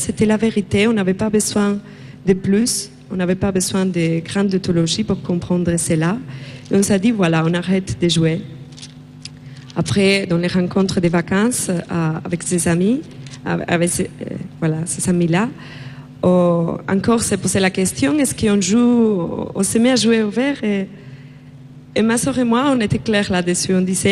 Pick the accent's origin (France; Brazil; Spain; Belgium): Spain; je viens d'Espagne.